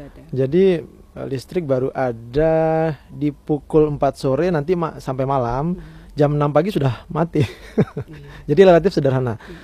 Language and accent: Indonesian; Sumbawa Island, West Nusa Tenggara, Indonesia; moved away as an adult; also born or lived in Java; now in Maluku, Indonesia; saya aslinya bukan dari Jawa tetapi dari Pulau Sumbawa, Nusa Tenggara Barat.